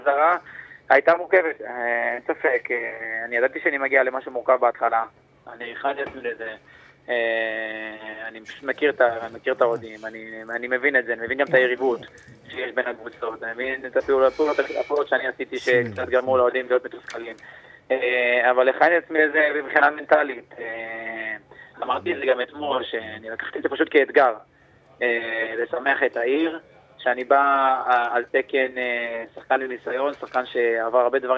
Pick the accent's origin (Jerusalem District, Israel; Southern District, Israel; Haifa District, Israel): Southern District, Israel; Beersheba; כי גדלתי בעיר הזאת